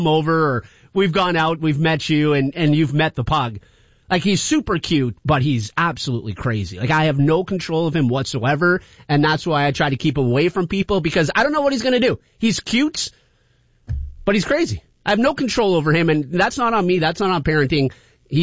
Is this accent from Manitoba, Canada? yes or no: no; Ontario, Canada; We're Canadian, but yeah, the one at Walkerville for Canada.